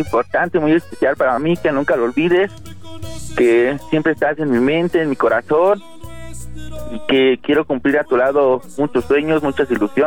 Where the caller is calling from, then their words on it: San José del Rincón, State of Mexico, Mexico; En el Estado de México, en un municipio que se llama San José del Rincón.